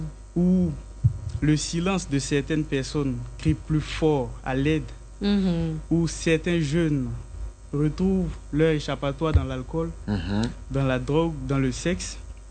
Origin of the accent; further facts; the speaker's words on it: Daloa, Sassandra-Marahoué, Côte d’Ivoire; born there; moved away; also born or lived in Dabou; Je suis né à Daloa.